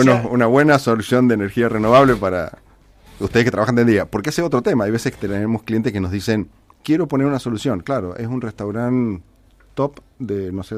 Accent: Mendoza, Argentina; Así que conocemos Mendoza desde hace 40 años. Somos de Mendoza todos.

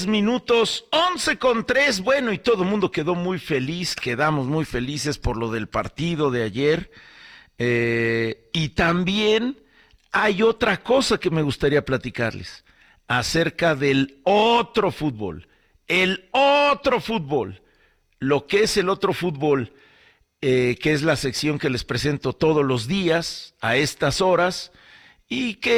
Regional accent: Mexico; lo que me ha encantado ver estos días en mi país

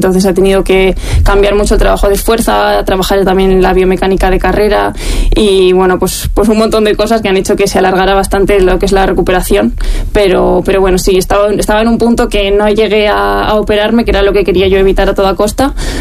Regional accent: Burgos, Castile and León, Spain

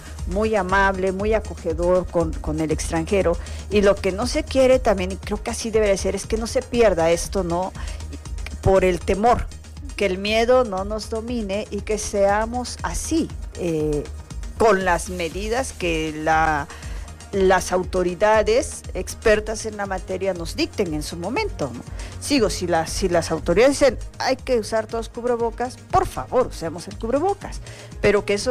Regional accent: Mexico; nosotros como mexicanos

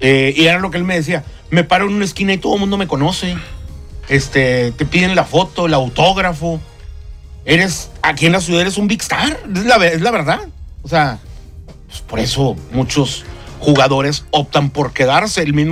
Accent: Monterrey, Nuevo León, Mexico; Yo sí soy del mero. Yo nací en la clínica Conchita, en el mero obispado. Yo soy de aquí del mero centro. Aquí del primer cuadro de la ciudad, regio, hasta la máquina.

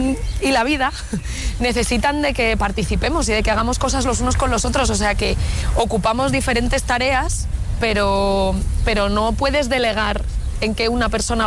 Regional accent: Madrid, Community of Madrid, Spain; Pues estamos en la calle Santa Irene, en el barrio de La Elipa, que es el primer barrio en el que viví, donde yo nací, donde viví hasta que mis padres ya se cambiaron a Ciudad Lineal.

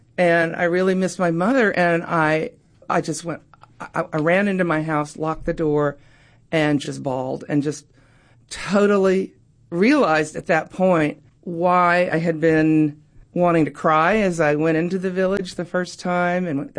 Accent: Oak Ridge, Tennessee, United States; born or raised there

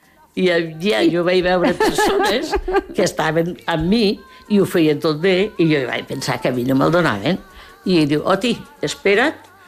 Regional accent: Albacete, Castilla-La Mancha, Spain; born there; Catalan is a second language; now in Catalonia, Spain; on vas néixer? Jo dic, Albacete.

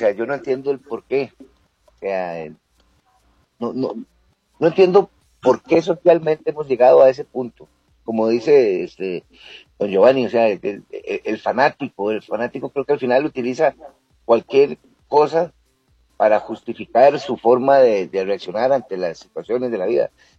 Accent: Atillo, Chimborazo, Ecuador; que ustedes que somos de Atillo, yo recuerdo cuando el fútbol antes, en canchas abiertas, después de cada partido siempre había una gresca y todo, pero era ya como las peleas entre comunidades

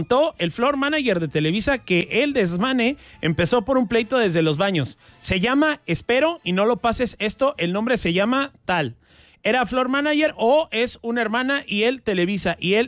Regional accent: Nezahualcóyotl, State of Mexico, Mexico; tú sabes que le voy a la América, soy de Nesa.

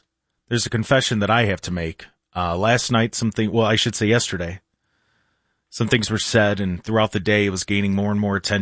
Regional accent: Cleveland, Ohio, United States; born there; also born or lived in Lodi, Ohio; I admit, to be fair, I lived in Lodi. I was born in Deaconess Hospital up in Cleveland.

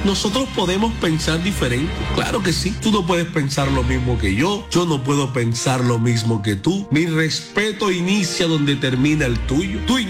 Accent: Colombia; como este domingo son las elecciones aquí en mi país, en tu país, en nuestro país, Colombia

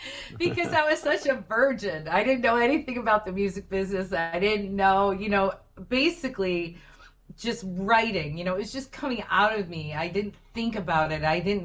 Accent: Detroit, Michigan, United States; I was brought up in the Detroit area and I was definitely influenced by R&B songwriters.

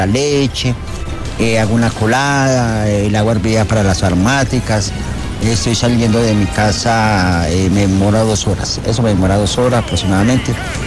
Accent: Pereira, Risaralda, Colombia; Yo soy pereirano. Yo siempre he vivido acá, llevo 15 años vendiendo café aquí en esta esquina, todos los días.

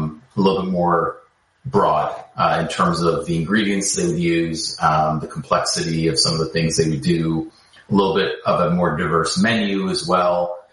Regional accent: Toronto, Ontario, Canada; also born or lived in Montreal, Canada; I was born in Montreal, but I grew up in Toronto.

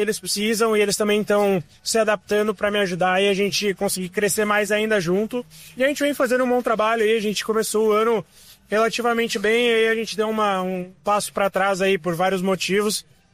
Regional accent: Santa Cruz do Sul, Rio Grande do Sul, Brazil; moved away; Eu nasci em Santa Cruz e cresci lá. Então, mesmo que hoje eu não seja mais morando lá

